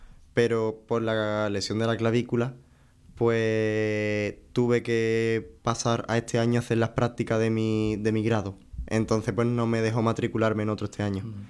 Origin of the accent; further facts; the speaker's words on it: Spain; Yo creo que, con perdón a mi tierra, España, creo que allí se vive todo con más pasión, ¿no?